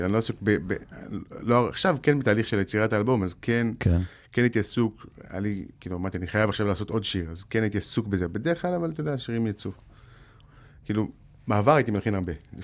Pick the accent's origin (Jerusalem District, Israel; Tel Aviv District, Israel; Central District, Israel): Jerusalem District, Israel; Jerusalem; born or raised there